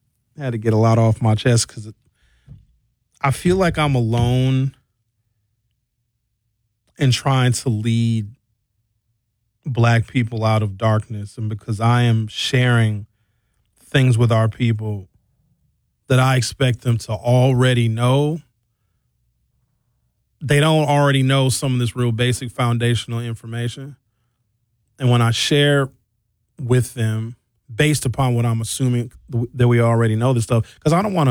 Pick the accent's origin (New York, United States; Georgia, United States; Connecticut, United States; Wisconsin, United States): Wisconsin, United States; Brown Deer; You know how much heat that I take because I grew up in Brown Deer? Like, oh … you don't know. You grew up in Brown Deer. I know because I grew up in Brown Deer.